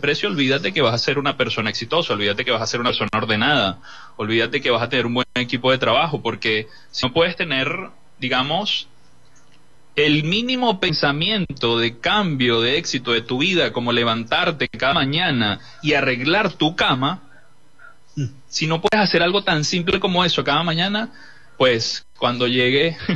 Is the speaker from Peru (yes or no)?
yes; Peru; moved away as an adult; now in Venezuela; Una de las metas que me propuse desde que vine de Perú es llevar a Venezuela en el nivel de pizzería más arriba